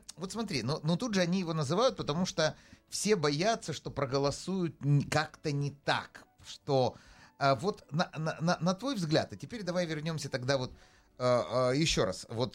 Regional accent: Kharkiv, Kharkiv Oblast, Ukraine; now in Israel; Я приехал в Израиль, например, в моем родном городе Харьков не было ни одного супермаркета.

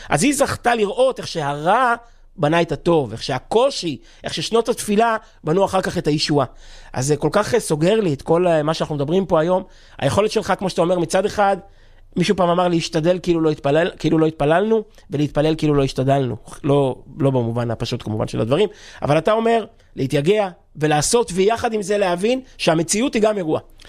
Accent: Kfar Chabad, Central District, Israel; גדלנו שנינו בכפר חב"ד

